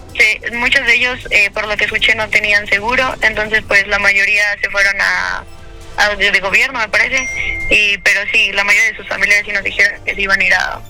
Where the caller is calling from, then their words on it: Mexico City, Mexico; de hecho soy de ahí, de San Antonio Abad, justamente